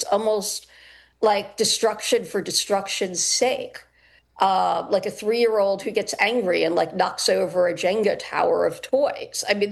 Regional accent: New York, United States; now in Los Angeles, United States; I mean, I'm a New Yorker, so even though I live in Los Angeles these days, I'm still a New Yorker.

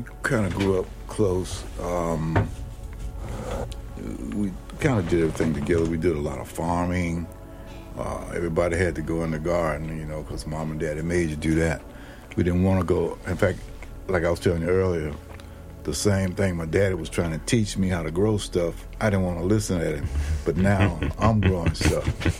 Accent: Richmond Hill, Georgia, United States; when I grew up in Richmond Hill, there wasn't no subdivisions.

